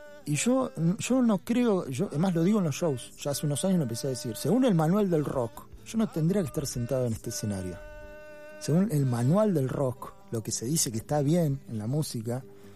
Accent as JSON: {"language": "Spanish", "town": "La Plata", "region": "Buenos Aires Province", "country": "Argentina", "moved": "as an adult", "said": "soy de La Plata y estuve muchos años viviendo en Buenos Aires"}